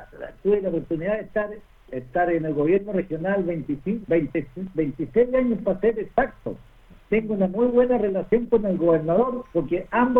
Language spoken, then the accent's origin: Spanish; Aysén, Chile; Yo soy oriundo de Aysén, de una familia que llegó el año 26. Mi familia está 100 años en Aysén. Yo nací en el campo. Soy la tercera generación de … … que llegó a Aysén